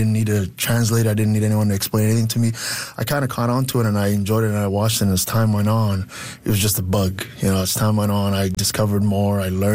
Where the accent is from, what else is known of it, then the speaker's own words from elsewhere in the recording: Kakuma, Turkana County, Kenya; I came from Kakuma Refugee Camp, which is, for me now sitting here, it's a far, far, far place, and it's almost like a place that doesn't exist. But my early childhood was, I would say, tough in a lot of ways